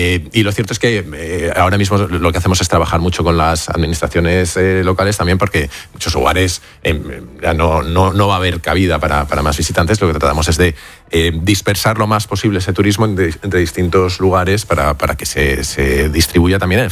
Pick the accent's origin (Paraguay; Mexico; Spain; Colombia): Spain; Castilla-La Mancha; a mí me pilló mi pueblo de la Serranía de Cuenca